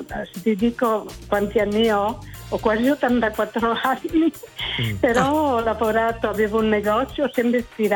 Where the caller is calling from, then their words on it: Ferrara, Emilia-Romagna, Italy; Io sono di Ferrara.